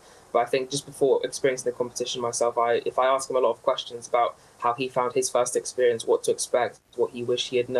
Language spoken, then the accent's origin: English; Jersey; I come from Jersey